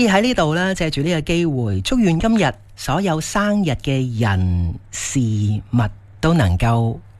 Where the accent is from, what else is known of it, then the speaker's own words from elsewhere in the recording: Guangdong, China; 对于我们广东人来讲